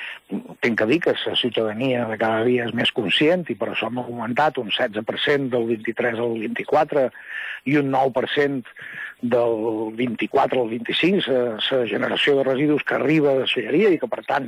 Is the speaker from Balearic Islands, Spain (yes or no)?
yes; Menorca, Balearic Islands, Spain; estem a Menorca, tenim com a menorquins, jo crec que tots sabem i som conscients de que tenim que vivim un paradís